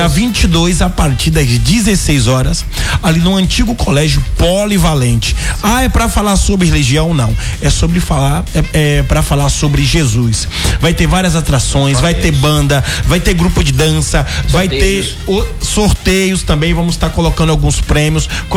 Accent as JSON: {"language": "Portuguese", "town": "Jequié", "region": "Bahia", "country": "Brazil", "tie": "born or raised there", "also_born_or_lived": "Salvador / São Paulo", "moved": "as an adult", "said": "nasci em Salvador, minha infância fui criada aqui em Jequié, quando eu fiz meus 18 anos, fui para São Paulo, fiquei lá em São Paulo, cheguei ano passado, tô aqui em Jequié"}